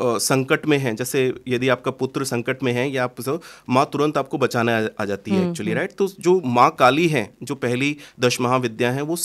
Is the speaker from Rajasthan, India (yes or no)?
yes; Jaipur, Rajasthan, India; moved away as an adult; also born or lived in Dubai; now in Australia; और मैं जयपुर राजस्थान का रहने वाला हूँ। और मैं 2005 से लेकर 2017 तक जो है दुबई में रहा।